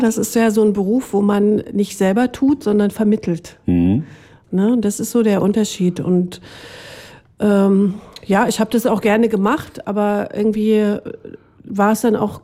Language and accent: German; Guben, Brandenburg, Germany; moved away; Und so bin ich also nochmal in meine alte Heimatstadt gegangen, um also meine Kunst zu zeigen.